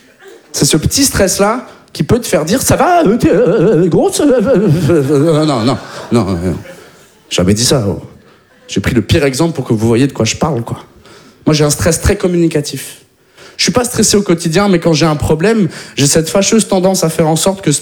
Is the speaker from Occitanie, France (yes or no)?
yes; Occitanie, France; now in Paris, France; Je viens de la campagne toulousaine, moi. J'ai jamais vraiment été confronté à un vrai danger. Aujourd'hui, j'habite à Barbès.